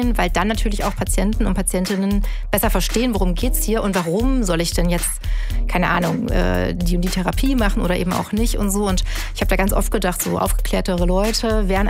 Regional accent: Germany; born there; ich bin hier geboren

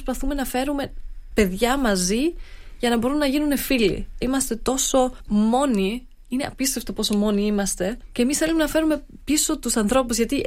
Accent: Stuttgart, Baden-Württemberg, Germany; now in Berlin, Germany; Ναι, αυτό δεν υπάρχει πουθενά αλλού εκτός από τη Στουτκάρδη, γιατί έρχομαι από τη Στουτκάρδη.

